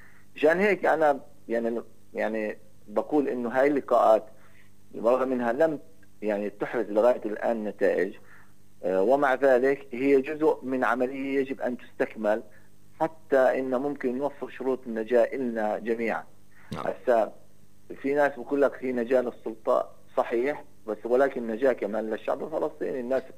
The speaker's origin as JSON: {"language": "Arabic", "country": "Palestine", "said": "احنا كفلسطينيين"}